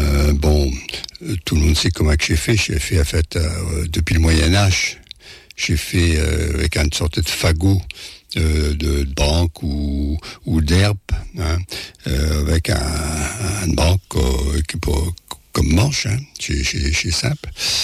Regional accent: Paris, Île-de-France, France; et là, je ne viens pas des Amériques, je viens plutôt de Paris

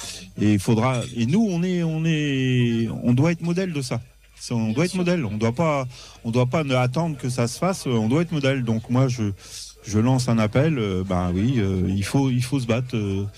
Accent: Brittany, France; Enfin, moi, je connais bien puisque je suis de. On est posé des Côtes d'Armor.

